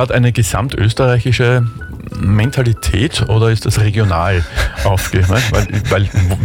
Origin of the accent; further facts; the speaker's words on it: Vienna, Austria; Also wir sind hier in Wien. Ich bin ein gebürtiger Wiener, ein Ur-Wiener sozusagen.